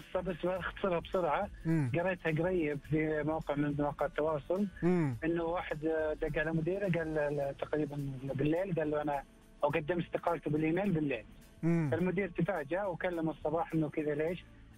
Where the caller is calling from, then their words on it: Riyadh, Riyadh Province, Saudi Arabia; من الرياض.